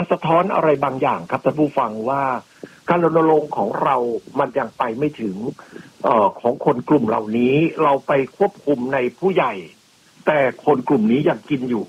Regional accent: Isan, Thailand; ผมเป็นคนอีสาน

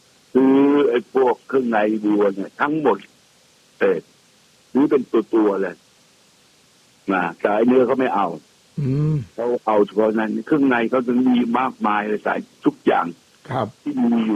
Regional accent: Phetchaburi, Thailand; ในฐานะที่ผมเป็นคนเพชรบุรีเนี่ย

